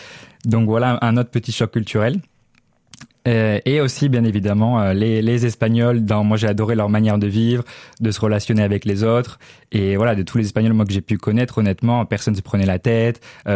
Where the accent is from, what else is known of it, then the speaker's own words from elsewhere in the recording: France; j'étais Erasmus, que je venais de France